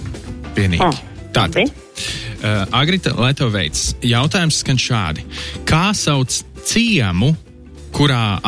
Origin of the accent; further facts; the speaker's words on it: Cēsis, Cēsis Municipality, Latvia; Es kā cēsinieks tādus vārdus nekad neesmu teicis.